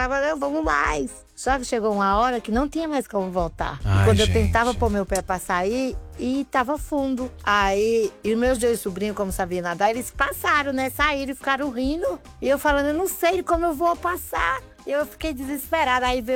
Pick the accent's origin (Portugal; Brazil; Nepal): Brazil; Barra de Cunhaú, Rio Grande do Norte; Eu fui passar o carnaval lá no norte, na minha terra, na Barra de Cunhaú.